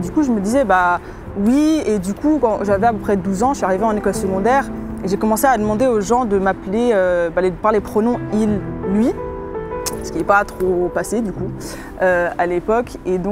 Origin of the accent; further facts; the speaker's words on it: Switzerland; also born or lived in England; je viens de la Suisse et voici mon témoignage. Je suis née en Suisse. D'une mère qui est moitié allemande, moitié anglaise et d'un père qui est suisse. J'ai grandi un peu en Angleterre, un peu en Suisse.